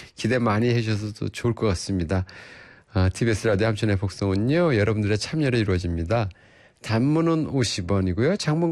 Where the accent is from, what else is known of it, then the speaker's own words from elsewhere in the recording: Gangwon, South Korea; moved away; 제 고향이 강원도인데